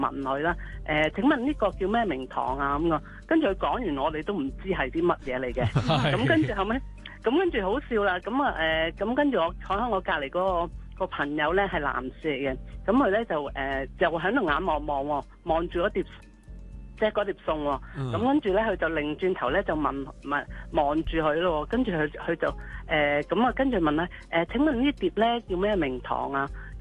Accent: Hong Kong; 因为辣咧，始终我哋香港人食唔惯啊嘛。

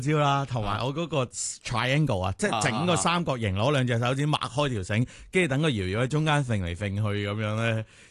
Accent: Hong Kong; 我哋香港人嚟噶

